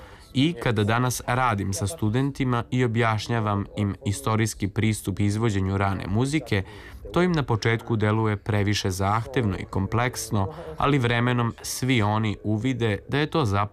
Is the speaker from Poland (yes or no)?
yes; Gdańsk, Pomeranian Voivodeship, Poland; Serbian is a second language; U međuvremenu sam u obližnjoj crkvi u mom rodnom gradu Gdansku upoznao zvuk orgulja